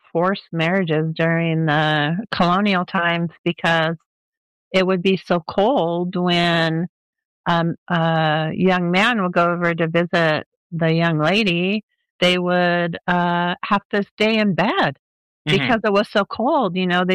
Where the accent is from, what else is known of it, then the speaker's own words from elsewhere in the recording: Los Angeles, California, United States; So I grew up in Los Angeles where we didn't really have extremes of temperatures that much.